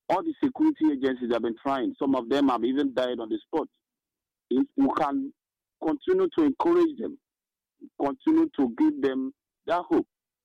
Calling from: Enugu State, Nigeria; I'm calling from Okpabe Nimbo, the Nozowani local government.

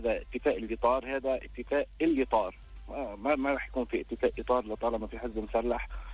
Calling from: Beqaa, Lebanon; من البقاع.

